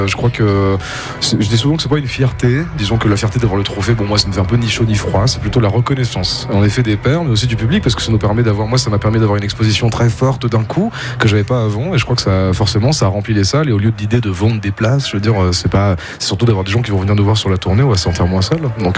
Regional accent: Hauts-de-France, France; À demi-sel, moi, je suis du Nord.

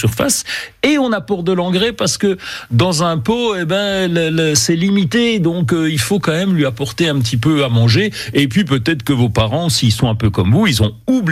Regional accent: Bourgogne-Franche-Comté, France; chez nous, en Franche-Comté, on a plutôt, l'habitude d'avoir des terrains assez calcaires.

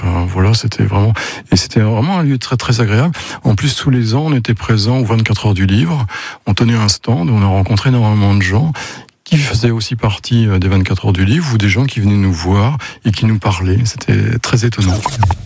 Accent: Le Mans, Pays de la Loire, France; born there; je suis né au Mans il y a 73 ans.

